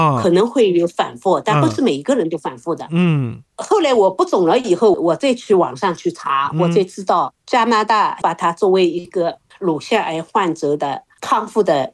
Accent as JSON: {"language": "Chinese", "country": "China"}